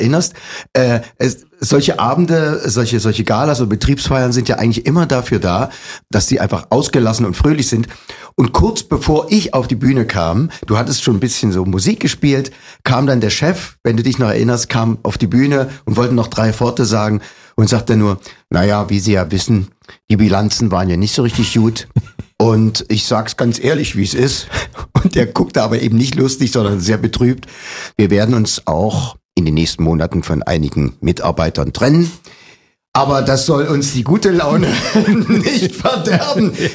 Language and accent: German; Leipzig, Saxony, Germany; born there; accent: Saxon; Ich bin gebürtiger Leipziger und ich habe da auch Geld rausgemacht.